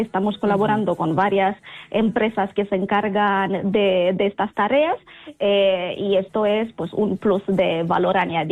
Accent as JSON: {"language": "Spanish", "country": "Italy", "moved": "yes", "lives_now": "Spain"}